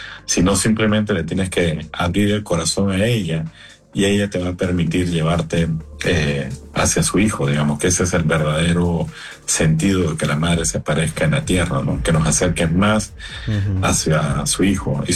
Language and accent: Spanish; Peru; now in Panama; Estamos acá en Panamá. Yo soy peruano. Radico en Panamá hace 30 años.